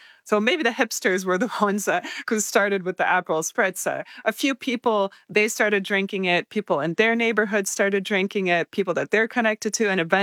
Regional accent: Paris, Île-de-France, France; moved away; I'm originally from Paris in France, and I feel like every summer I go back and I see a new cocktail on the menu that's popular.

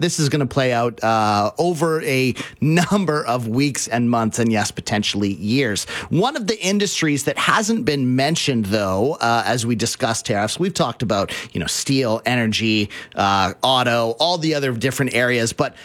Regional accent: Canada; Hockey sticks is one that gets mentioned all the time because we're Canadian and we love hockey sticks.

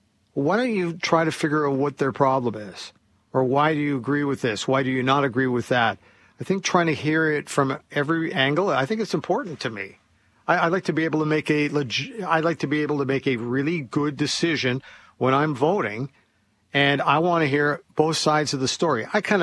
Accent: Canada; I'm a Canadian through and through.

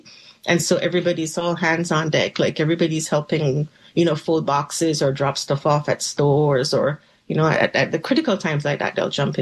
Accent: Jamaica; also born or lived in Ontario, Canada; now in Canada; No, not at all. actually born in Ontario, raised in Jamaica, and came back to Canada, I think maybe about 25 years ago.

